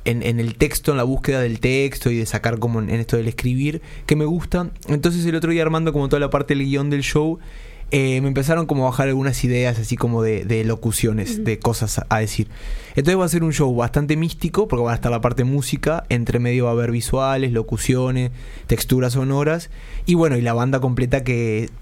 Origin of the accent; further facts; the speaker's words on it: Uruguay; siempre caemos bien, como el uruguayo